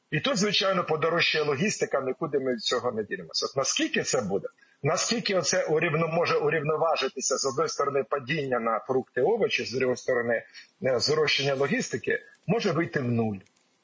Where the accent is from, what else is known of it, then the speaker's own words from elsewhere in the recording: Pryluky, Chernihiv Oblast, Ukraine; Мої рідних Прилуках як ходили, так і ходять.